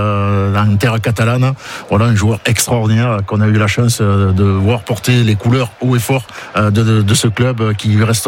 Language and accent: French; France; parce que on est français aussi